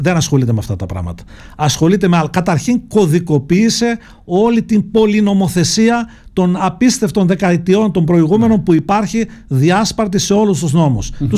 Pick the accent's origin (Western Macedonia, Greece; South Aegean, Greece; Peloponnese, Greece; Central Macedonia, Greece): Western Macedonia, Greece; Nestorio; Τώρα έτυχε να είμαι εγώ από τον Νεστόριο.